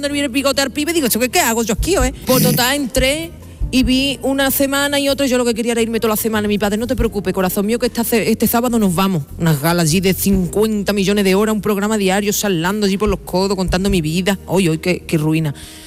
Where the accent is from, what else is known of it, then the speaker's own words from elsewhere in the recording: Jerez, Andalusia, Spain; born there; Claro, porque nací en Jerez.